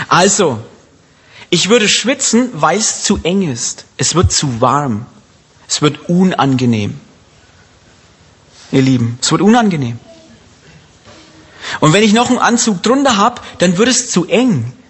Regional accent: Bavaria, Germany; Man merkt auch, man muss als Franke essen wir gern Klöße, ne? Ich weiß nicht, was man hier gern isst, aber bei uns essen wir gern Klöße.

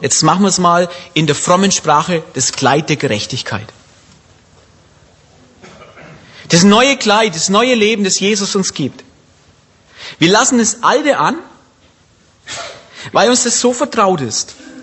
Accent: Bavaria, Germany; moved away; als Franke essen wir gern Klöße

